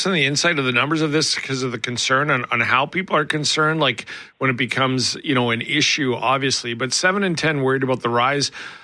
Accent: Lethbridge, Alberta, Canada; now in Winnipeg, Canada; I'm from Lethbridge.

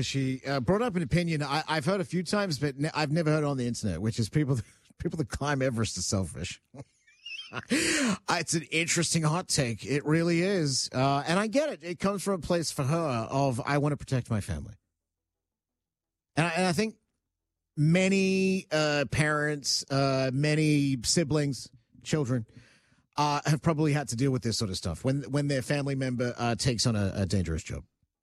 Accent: Australia; I'm Australian. There's a big difference.

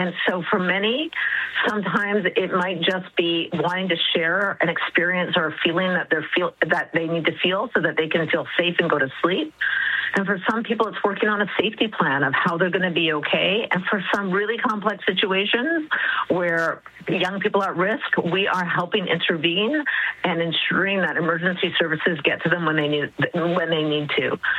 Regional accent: Canada; So the complexity that we're all facing as Canadian citizens has materially changed in the last 3 years.

